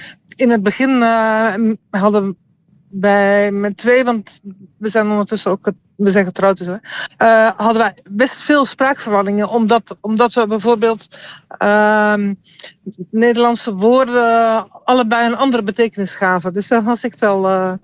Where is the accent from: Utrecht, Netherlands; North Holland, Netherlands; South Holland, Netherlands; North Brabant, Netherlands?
Utrecht, Netherlands; Ah ja, ik ben geboren en getogen in Utrecht